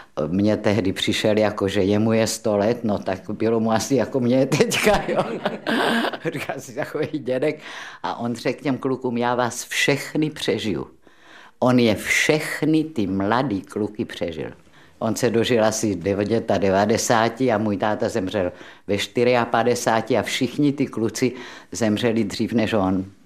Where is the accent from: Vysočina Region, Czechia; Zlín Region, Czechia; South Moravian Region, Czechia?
South Moravian Region, Czechia; Brno; moved away as an adult; also born or lived in Prague; Já jsem Brňačka tělem duší.